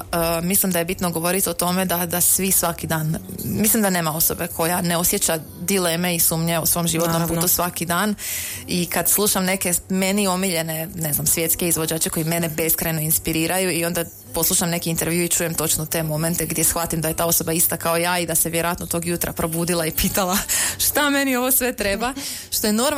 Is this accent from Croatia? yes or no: yes; Slavonia, Croatia; kod nas u Slavoniji jako poznata, odrasla sam uz njene taktove